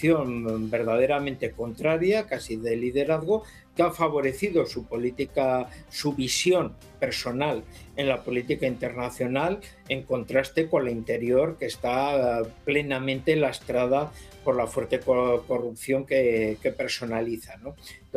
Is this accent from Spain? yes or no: yes; Spain